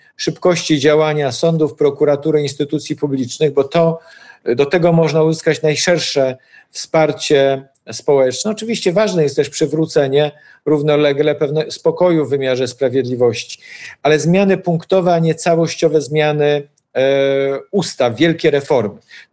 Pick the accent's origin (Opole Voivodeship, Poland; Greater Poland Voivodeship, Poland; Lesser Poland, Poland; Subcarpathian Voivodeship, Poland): Greater Poland Voivodeship, Poland; Poznań; Jestem poznaniakiem, wielkopolaninem.